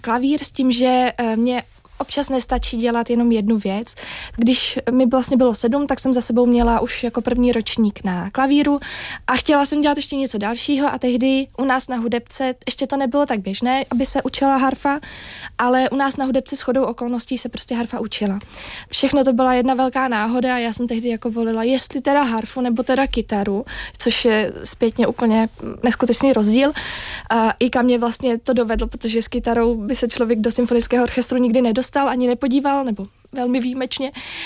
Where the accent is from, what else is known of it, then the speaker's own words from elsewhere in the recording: Prague, Czechia; A já pocházím z Prahy, takže pro mě vlastně ta vysněná meta byl Pražský orchestr.